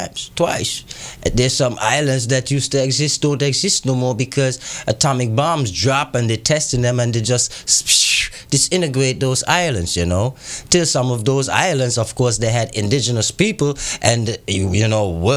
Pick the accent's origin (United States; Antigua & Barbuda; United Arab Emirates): Antigua & Barbuda; I am Antiguan. I'm West Indian. I am Antillean, because we're from the Antilles.